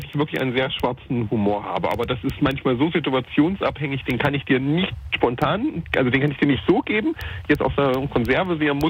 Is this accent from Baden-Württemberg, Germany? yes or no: no; Thuringia, Germany; ich komme ja aus Thüringen und ich bin auf mein Thüringen stolz.